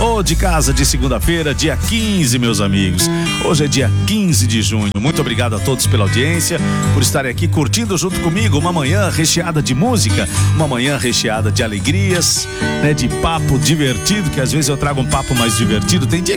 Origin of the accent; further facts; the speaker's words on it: Brazil; porque nós somos brasileiros